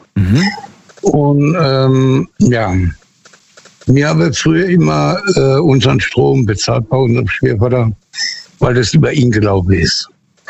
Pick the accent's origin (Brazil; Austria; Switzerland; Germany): Germany; Hesse; Ich bin eigentlich aus der Nähe von Biblis.